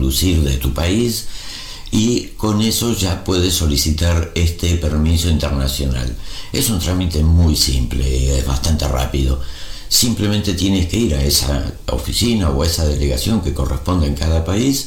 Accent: Argentina; now in Spain; porque por ejemplo en mi país, en Argentina, lo hace el Automóvil Club Argentino. Y aquí en España no lo hace el RAC

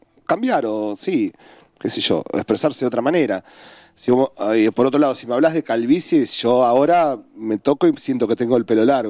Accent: Casilda, Santa Fe, Argentina; moved away; also born or lived in Rosario; Yo soy de provincia de Santa Fe, una ciudad que se llama Casilda, que queda a 50 kilómetros de Rosario. Estaba estudiando en Rosario

